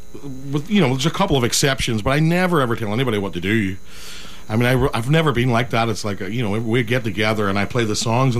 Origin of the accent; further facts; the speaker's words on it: Derry, Northern Ireland, United Kingdom; I grew up in Derry.